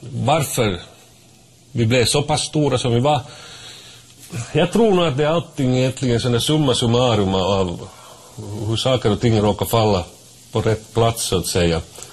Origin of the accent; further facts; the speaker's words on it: Evitskog, Uusimaa, Finland; Jag kommer från Evitskog, ja.